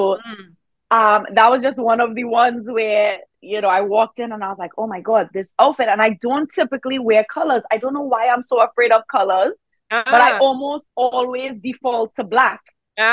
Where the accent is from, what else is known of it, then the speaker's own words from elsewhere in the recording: Trinidad & Tobago; I am from Trinidad. I play mass.